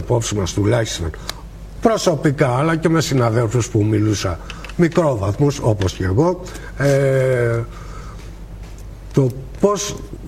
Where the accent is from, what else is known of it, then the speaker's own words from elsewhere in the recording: Greece; γιατί σαν Έλληνας κάτι έτρεχε μέσα μου.